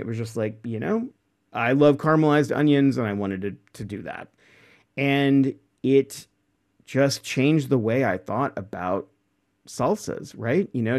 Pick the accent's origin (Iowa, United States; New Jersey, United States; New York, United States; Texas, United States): Texas, United States; You know, I grew up in Texas, and my father grew pecan trees and peach trees.